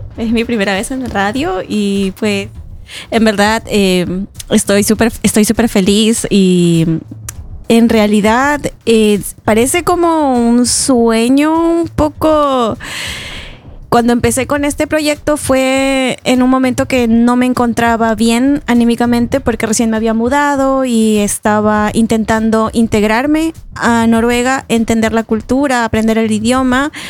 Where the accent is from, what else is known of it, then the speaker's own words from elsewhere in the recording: Lima, Peru; Soy de Lima.